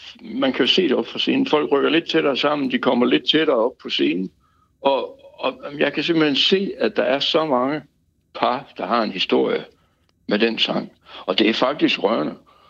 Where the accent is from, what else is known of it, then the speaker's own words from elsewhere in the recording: Aalborg, North Denmark Region, Denmark; now in Silkeborg, Denmark; jeg er jo aalborgenser, selvom jeg har boet 50 år i Silkeborg. Men altså, jeg er vokset op i Aalborg.